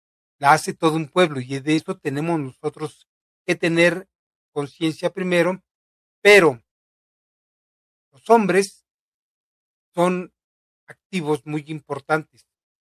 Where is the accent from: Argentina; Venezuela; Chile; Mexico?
Mexico; nosotros nacemos mexicanos